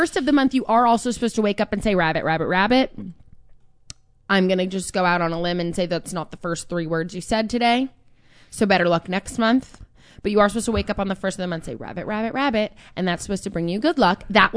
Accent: New Jersey, United States; I grew up in North Jersey, like Italian cultures.

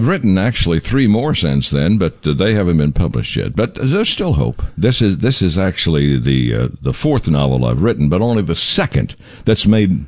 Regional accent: Kirksville, Missouri, United States; also born or lived in Kansas; Kirksville, Missouri is my hometown. Uh-huh. Okay. And then I lived in Kansas for many years.

